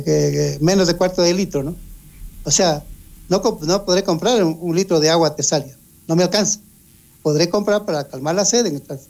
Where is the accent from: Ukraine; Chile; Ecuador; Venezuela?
Ecuador